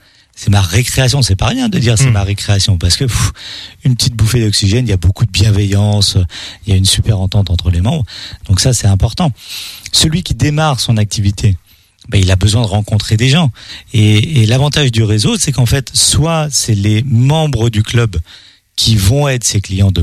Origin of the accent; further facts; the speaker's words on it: Paris, Île-de-France, France; now in Angers, France; Et moi, je venais de Paris, je me suis dit, je vais arriver sur une ville comme Angers.